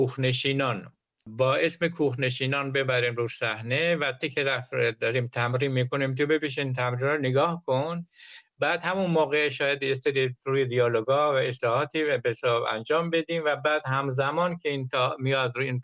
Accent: Iran; born there; moved away as an adult; also born or lived in Tehran, Iran / Ankara, Turkey; مهاجرت اول از ده بود به تهران که من تو سن 13 حدودا نزدیک 14 سال بود که از ده به شهر اومدم، به تهران اومدم.

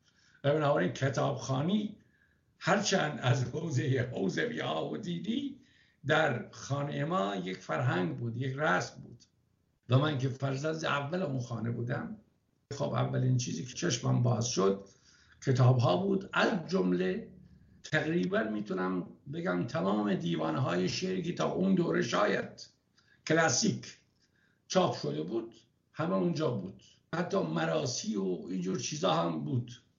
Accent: Rasht, Gilan, Iran; من در دیماه 1324 در رشت به دنیا آمدم. از خانواده پدریم همه مؤمن بودن

